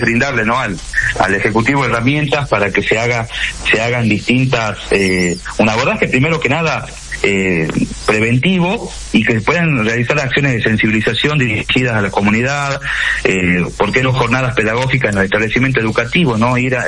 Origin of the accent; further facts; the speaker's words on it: Joaquín V. González, Salta, Argentina; Muchos padres ahí en Joaquín B. González, de donde yo soy